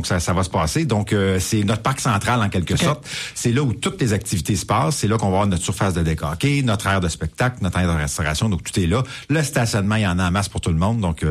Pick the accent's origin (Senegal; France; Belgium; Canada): Canada; Saint-Roch-de-l'Achigan, Quebec; c'est la moyenne d'âge chez nous à Saint-Roch-de-Chigan. On est très attractif pour les jeunes familles.